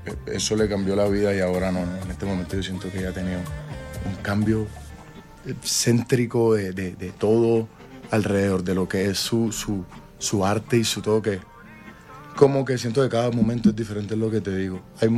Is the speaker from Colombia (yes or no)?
yes; Colombia; yo soy colombiano, yo soy de aquí.